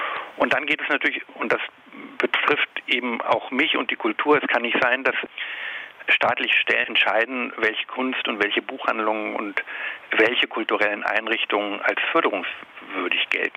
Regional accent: Worpswede, Lower Saxony, Germany; Also ich komme ja aus der Nähe. Ich bin ja gebürtiger Wopsweder

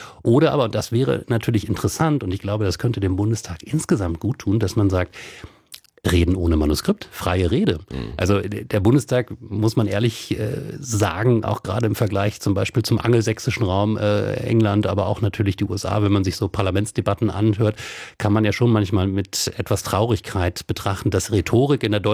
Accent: Wolfsburg, Lower Saxony, Germany; als er noch Ministerpräsident von Niedersachsen war, von meinem Heimatland, und in meiner Heimatstadt Wolfsburg das Kunstmuseum eröffnen durfte.

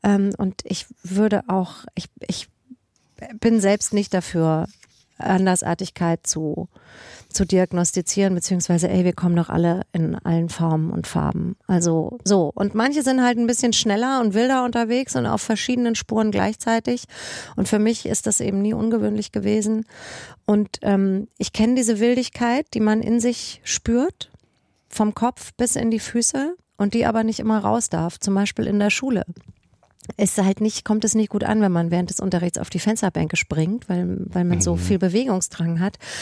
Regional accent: Germany; born or raised there

